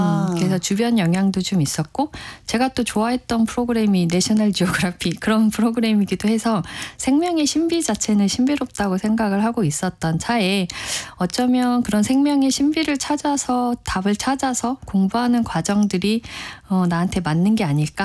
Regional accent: Seoul, South Korea; 제가 이제 집이 이제 본가가 서울인데요.

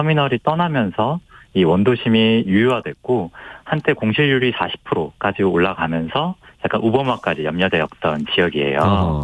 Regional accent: Seoul, South Korea; moved away as an adult; now in Hongseong, South Korea; 저는 서울에서 이태원에서 태어난

